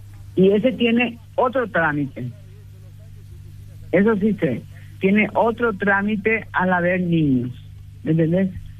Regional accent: Paraguay

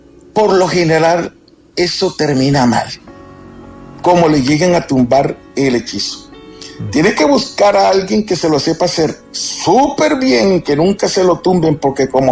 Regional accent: Colombia; como hablamos acá en mi tierra, ya en Colombia

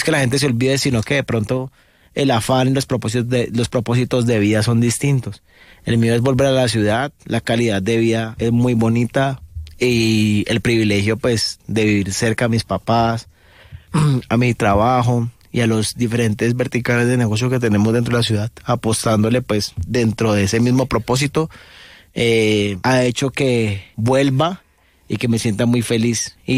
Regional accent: Cali, Valle del Cauca, Colombia; Yo soy del sur de Cali. desde el barrio Limonar. Pues viví muy pequeño en el norte, pero fue pasajero. Y ya radicado en el sur de Limonar.

